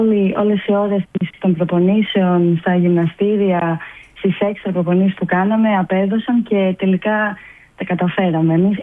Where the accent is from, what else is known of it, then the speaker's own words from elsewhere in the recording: Peloponnese, Greece; now in Athens, Greece; εγώ είμαι από Αρκαδία, μένω Αθήνα, αλλά σπουδάζω στα Χανιά.